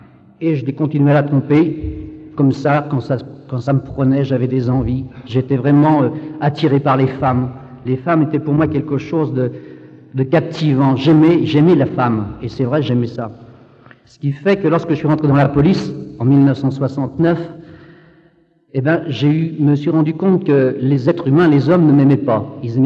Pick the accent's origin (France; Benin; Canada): France; Brittany; je connais le granit, puisque je suis breton